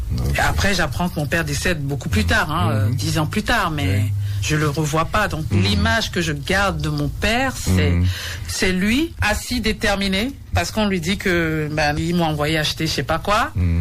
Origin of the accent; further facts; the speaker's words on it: Cotonou, Littoral, Benin; born there; also born or lived in Nigeria / Abuja, Nigeria; Je me retrouve à Saint-Jean, à Romain-Légbé-Sivon-Mais. Moi, j'ai grandi là-bas.